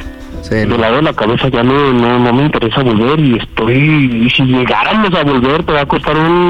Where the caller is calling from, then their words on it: Tierra Caliente, Mexico; yo soy de Tierra Caliente.